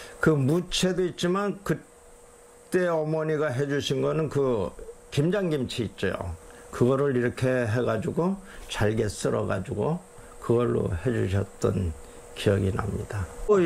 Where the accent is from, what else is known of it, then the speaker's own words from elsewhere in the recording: Chuncheon, Gangwon, South Korea; also born or lived in Daegu / Incheon; 전쟁 당시에 대구에서 태어났고 인천을 거쳐서 이제 춘천에서 어려서부터 지금까지 쭉 자라고 있죠.